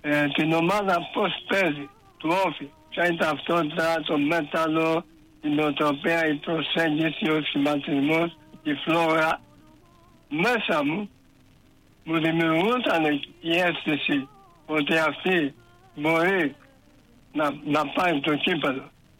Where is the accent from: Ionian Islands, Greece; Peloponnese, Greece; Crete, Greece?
Crete, Greece; Perama; είμαι από το Ρέθυμνο, από το πέραμα Μηλοποτάμ.